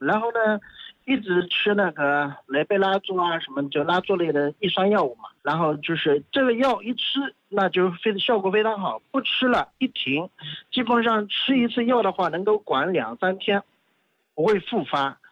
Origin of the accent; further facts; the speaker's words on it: Zhoushan, Zhejiang, China; 我是浙江舟山人。